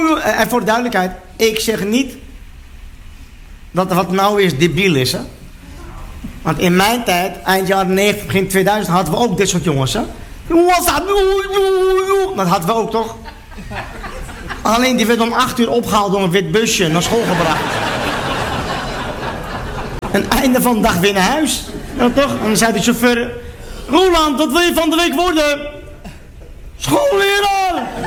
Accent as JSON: {"language": "Dutch", "region": "Utrecht", "country": "Netherlands", "said": "Ik kom uit Utrecht Overvecht."}